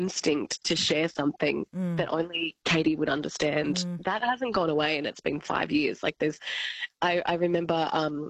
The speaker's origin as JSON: {"language": "English", "town": "Albury", "region": "New South Wales", "country": "Australia", "said": "Albury, yes. And so they're just on the Wodonga side, the theatre."}